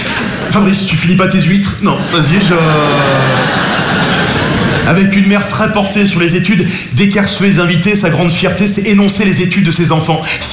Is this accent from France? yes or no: yes; Nogent-sur-Marne, Île-de-France, France; J'ai grandi à Nogent-sur-Marne, je suis passionné à côté. Petite banlieue très bourgeoise, genre la Marne, les guinguettes, la fête du petit vin blanc